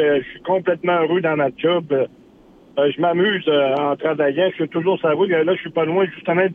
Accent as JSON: {"language": "French", "area": "Charlevoix", "region": "Quebec", "country": "Canada", "tie": "born or raised there", "moved": "yes", "said": "j'ai une résidence secondaire à Charlevoix. Moi, je suis originaire de Charlevoix."}